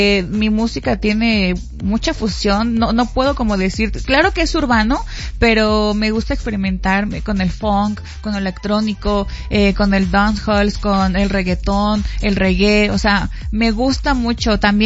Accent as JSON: {"language": "Spanish", "country": "Mexico", "said": "Yo soy así, regional mexicano forever, soy mexicana"}